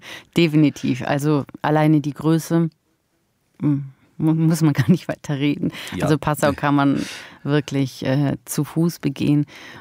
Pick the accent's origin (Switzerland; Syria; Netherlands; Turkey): Switzerland; accent: Swiss German; now in Germany; antworten mir mittlerweile auf Hochdeutsch, obwohl ich Schweizerdeutsch spreche.